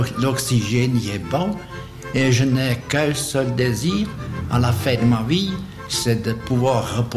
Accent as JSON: {"language": "French", "region": "Vaud", "country": "Switzerland", "said": "La vallée de Joux, c'est tout pour moi. C'est l'air que je respire, cette odeur de résine de nos sapins, ce vert des pâturages, ce bleu du lac, les gens que je connais, ça a été mon existence"}